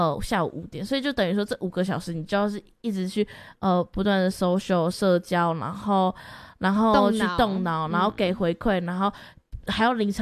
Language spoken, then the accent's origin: Chinese; Kaohsiung, Taiwan; 然后我们营队是七月初要去带高雄，回到我的家乡高雄，真的是美浓国小，美浓区东门国小